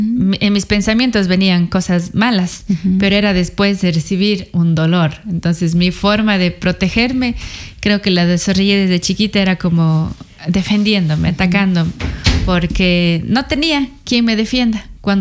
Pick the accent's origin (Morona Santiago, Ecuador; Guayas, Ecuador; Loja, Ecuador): Morona Santiago, Ecuador; Sucúa; Pasé en Sucúa, yo soy de Sucúa, de Morona, Santiago. Pasé allá hasta los 9 años con mi abuelita.